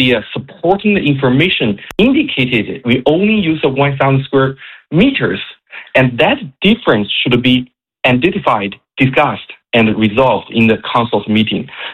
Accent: China; now in Canada; I think as a newcomer, I'm originally from China, and I see every step is new to me.

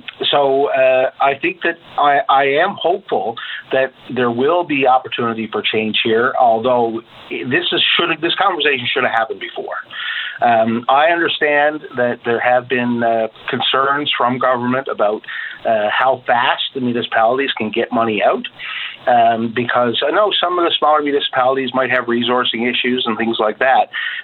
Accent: Corner Brook, Newfoundland and Labrador, Canada; talking to my hometown and in Corner Brook, they have all their funds allocated for their 3-year program

